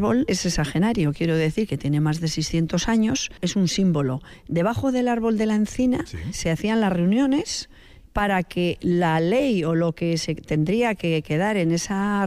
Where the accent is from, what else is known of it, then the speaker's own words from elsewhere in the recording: Artziniega, Basque Country, Spain; como somos de Archiniega y soy de Archiniega